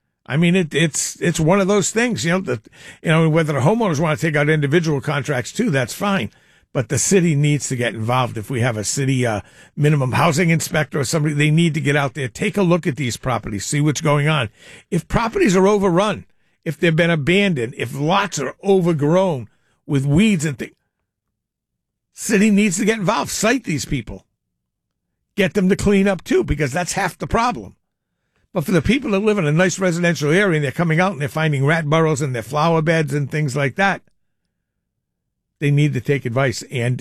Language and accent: English; East Providence, Rhode Island, United States; here in my hometown of East Providence